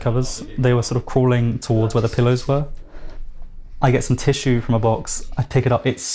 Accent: London, United Kingdom; born there; I was born in London.

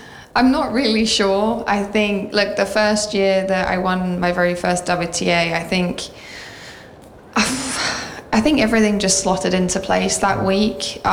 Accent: Nottingham, East Midlands, United Kingdom; always feel great coming back to Nottingham. Every time I step into here, it's like going home. It's my hometown. It's my home place.

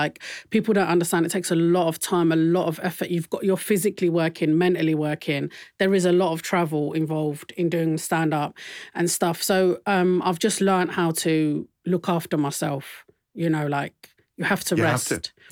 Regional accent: London, United Kingdom; accent: Cockney; Cockney because I'm from East London.

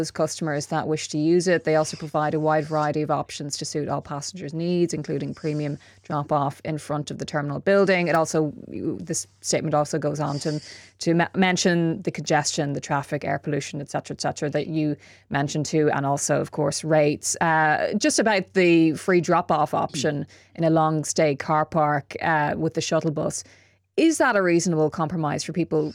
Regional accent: Dublin, Leinster, Ireland; I know in Dublin, Dublin Airport, which I'm judging from my accent, you might know that's where I'm from.

